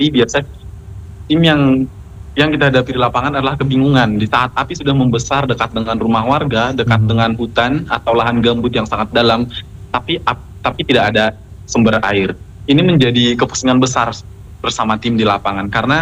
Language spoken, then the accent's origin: Indonesian; Sumatra, Indonesia; moved away; latar belakang saya juga dari indigenous community, saya berasal dari Sumatera yang memiliki hutan dan juga hukum adat seperti itu.